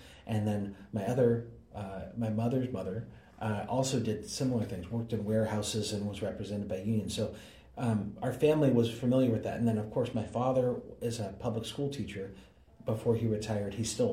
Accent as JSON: {"language": "English", "town": "South San Francisco", "region": "California", "country": "United States", "tie": "born or raised there", "said": "I grew up in South San Francisco, so not the southern neighborhood in San Francisco, but just south of there."}